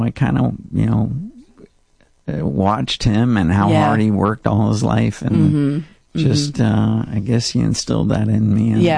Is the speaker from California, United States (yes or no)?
no; Tampa, Florida, United States; That's where I was born, and I grew up in Tampa.